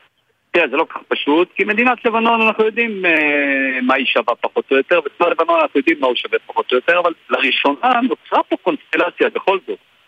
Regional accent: Northern District, Israel; אני גדלתי בצפון דרך כלל, אני נולדתי במושב זה אליעזר, וגדלתי והתחנכתי שם.

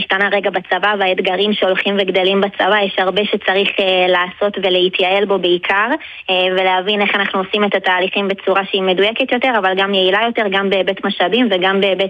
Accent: Kfar Hananya, Northern District, Israel; born there; אז אני במקור מהצפון, מישהו שנקרא כפר חנניה

